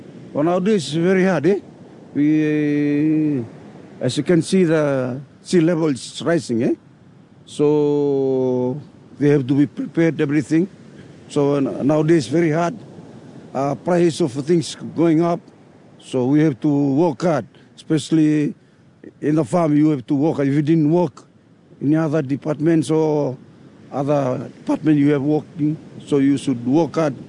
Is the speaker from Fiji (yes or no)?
yes; Batukarasa, Fiji; I'm from Batukarasa, originally from this village, Batukarasa.